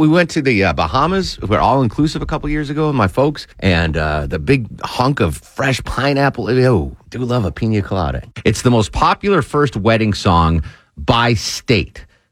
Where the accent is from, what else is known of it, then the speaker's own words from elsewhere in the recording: Connecticut, United States; What about my home state of Connecticut?